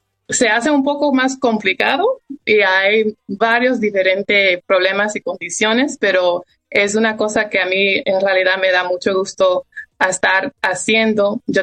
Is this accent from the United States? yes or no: yes; United States; born there; Mi papá es de México, mi mamá es de República Dominicana y yo nací aquí. Desde pequeña, mis papás me pusieron a hablar español.